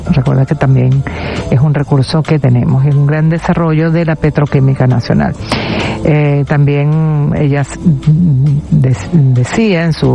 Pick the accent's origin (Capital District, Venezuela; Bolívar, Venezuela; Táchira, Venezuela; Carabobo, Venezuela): Bolívar, Venezuela; Upata; Pero yo sí soy de allí, ¿oíste?